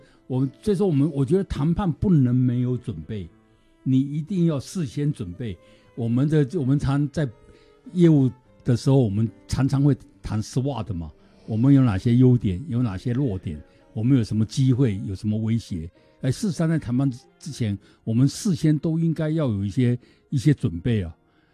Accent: China; 我们中国人常讲，有关系就没有关系，没关系就有关系嘛。

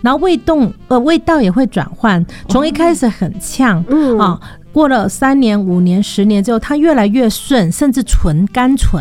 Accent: Guangdong, China; 作为我们广东人来讲，它物轻情意重嘛。

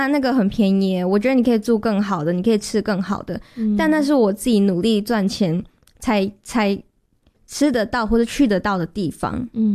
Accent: Malaysia; now in Taiwan; 有点像是刚到台湾的时候，就是我不是一个台湾人，我不是这边的人。然后我也有口音，之后回马来西亚的话就变成说好像又带点台湾口音

